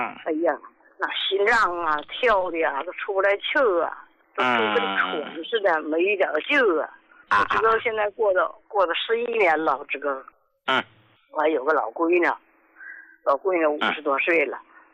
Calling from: Qinhuangdao, Hebei, China; 我是秦皇岛的患者

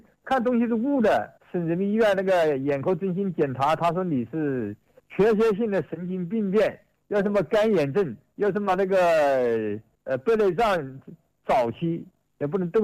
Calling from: Wuhan, Hubei, China; 我是江夏的人，对吧？

